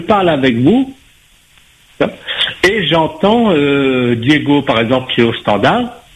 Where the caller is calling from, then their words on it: France; Je vous appelle de Métropole